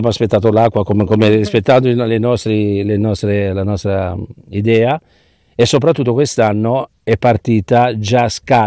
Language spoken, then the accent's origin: Italian; Genoa, Liguria, Italy; ci aggiungo anche da genovese